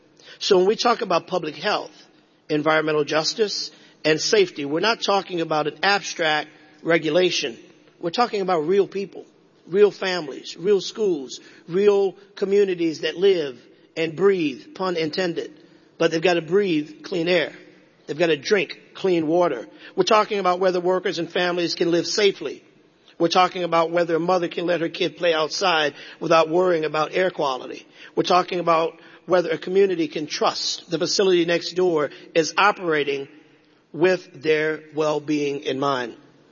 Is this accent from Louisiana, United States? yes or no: yes; Louisiana, United States; I'm from South Louisiana, where energy production, refineries, major ports, and chemical manufacturing are part of the economic backbone of our state.